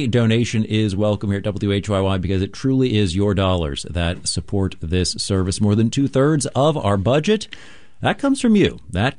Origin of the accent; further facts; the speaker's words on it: California, United States; also born or lived in Boise, Idaho; I'm from Southern California. I check in with my stations there. And I did some time in Boise, Idaho